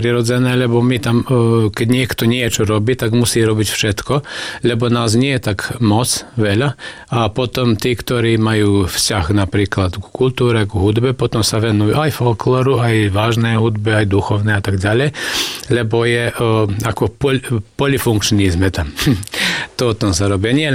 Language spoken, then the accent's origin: Slovak; Vojvodina, Serbia; Mnohé tam u nás na Dolnej zemi, pochopíte, že zbory sú založené po 90. roku.